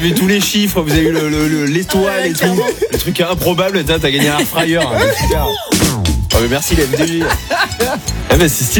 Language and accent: French; Mont-de-Marsan, Nouvelle-Aquitaine, France; Ouais, moi, je suis de Mont-de-Marsan, Aurélie, c'est pour ça que je connais bien.